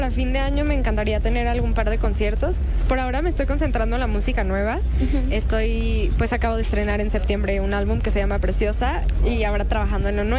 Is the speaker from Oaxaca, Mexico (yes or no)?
yes; Oaxaca, Mexico; moved away as an adult; now in Mexico City, Mexico; soy de Oaxaca. Yo el otro día me estaba preguntando si soy la primera artista oaxaqueña